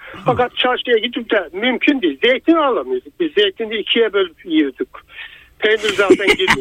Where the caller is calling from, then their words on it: Sakarya, Turkey; Ben Sakarya'dan